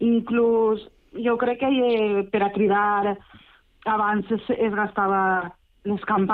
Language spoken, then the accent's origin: Catalan; Valencian Community, Spain; com a valenciana i com a mare i dona de músic